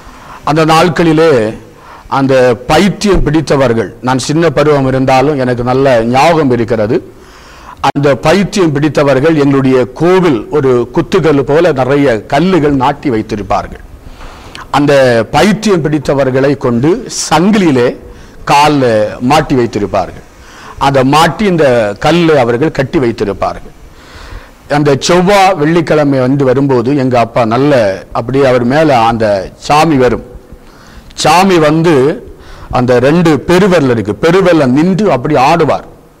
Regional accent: Kollankode, Tamil Nadu, India; born or raised there

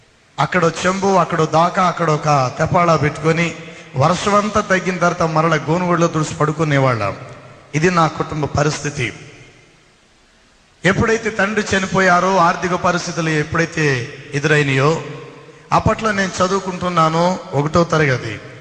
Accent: Rajahmundry, Andhra Pradesh, India; born or raised there

